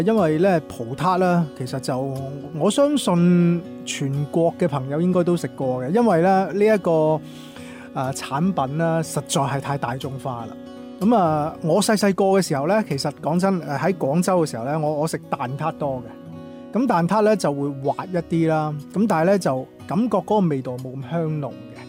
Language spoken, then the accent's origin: Cantonese; Guangdong, China; 例如我哋广东人啦，或者大湾区人啦，食宵夜嘅话咧，你可能会食粥